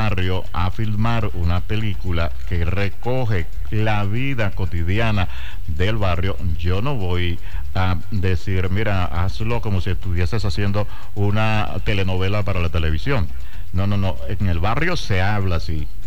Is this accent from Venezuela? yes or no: yes; Venezuela; Los venezolanos en el barrio somos así